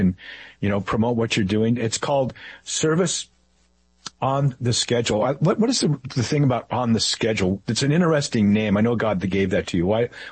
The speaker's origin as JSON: {"language": "English", "town": "Santa Cruz", "region": "California", "country": "United States", "tie": "born or raised there", "moved": "yes", "said": "when I moved from California to Texas, I was raised in a place, Santa Cruz"}